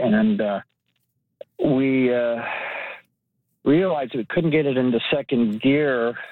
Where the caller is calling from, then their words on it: Bergen, Alberta, Canada; I'm calling from Bergen, Alberta. Pretty much paradise here.